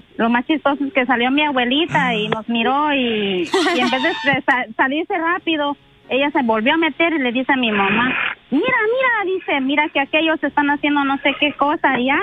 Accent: Las Anonas Grandes, Guerrero, Mexico; mi pueblo se llama Las Anonas Grandes Guerrero

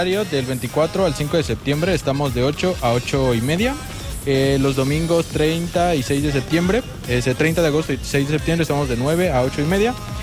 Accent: Mexico; Ya viene la semana en la que empiezan las vueltas y como buen mexicano, estamos

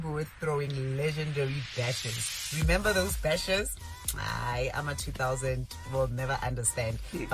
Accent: Soweto, Gauteng, South Africa; they take me right back to growing up in Soweto.

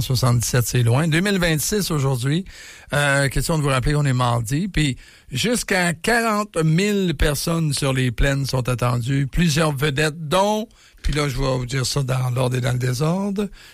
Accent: Quebec, Canada

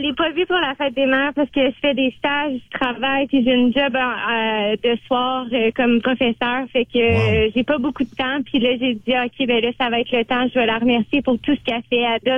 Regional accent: Gatineau, Quebec, Canada; Ben, moi, je suis de Gatineau, mais ma mère, elle est de Laval.

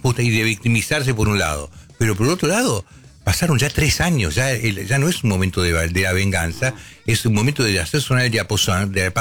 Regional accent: Argentina; Yo soy un tipo argentino, hijo de madre y padre judía, que no practico la religión, pero la estudié de chiquito y en hebreo

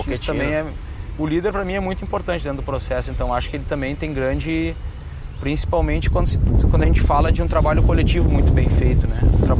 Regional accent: Rio Grande do Sul, Brazil; até porque eu sou de lá, né? Eu sou gaúcho, sim, então as minhas raízes, a minha família tá toda lá

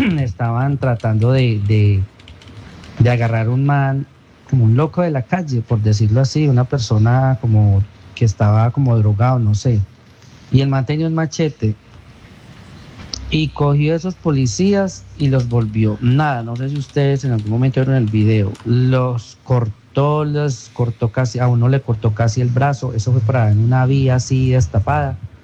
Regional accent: Pereira, Risaralda, Colombia; de Pereira, les estoy viendo por TikTok también.

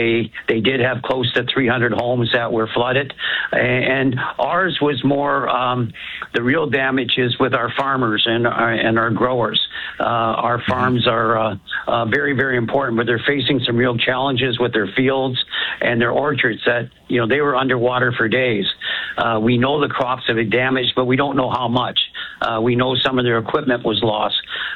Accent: St. Catharines, Ontario, Canada; And I'm from St. Catharines originally, so I know the area quite well, especially the north end of St. Catharines.

